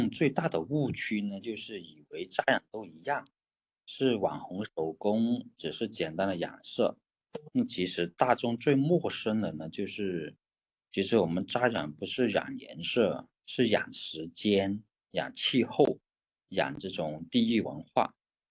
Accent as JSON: {"language": "Chinese", "country": "China"}